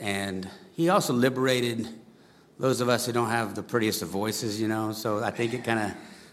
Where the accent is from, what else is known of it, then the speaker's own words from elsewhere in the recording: Louisiana, United States; now in Nashville, United States; Mostly Louisiana.